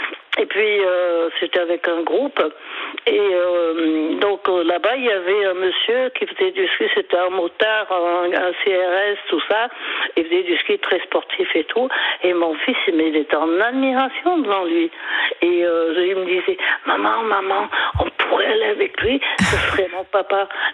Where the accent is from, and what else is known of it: Lyon, Auvergne-Rhône-Alpes, France; born there